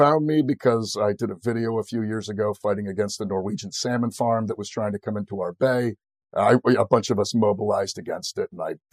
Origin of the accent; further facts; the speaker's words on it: Maine, United States; moved away as an adult; also born or lived in Washington, District of Columbia, United States; in 2016, I moved back to Maine. And after I moved back to Maine, things changed significantly. I started getting help from the VA. I moved back to my hometown.